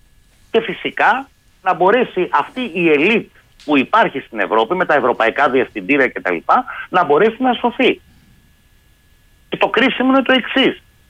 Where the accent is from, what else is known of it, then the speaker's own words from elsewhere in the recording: Aliveri, Central Greece, Greece; Στην ιδιαίτερη πατρίδα μου στο Αλιβέρι